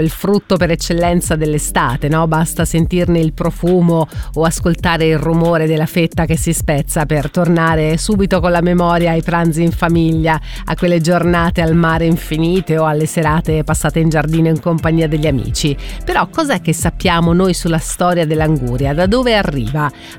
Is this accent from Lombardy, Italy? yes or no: no; Rome, Lazio, Italy; ho detto cocomero da buona romana quale sono, perché noi lo chiamiamo così come tante altre regioni del centro